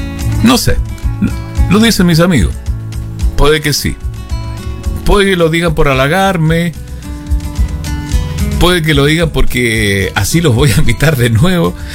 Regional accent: Chile; moved away; sentirme feliz de que seguimos siendo chilenos a pesar de la distancia, seguimos siendo chilenos a pesar del tiempo, y no hemos olvidado a nuestra patria

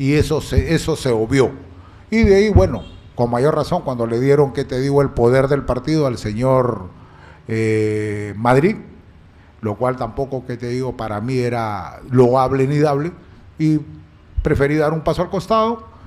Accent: Tambogrande, Piura, Peru; mi pueblo

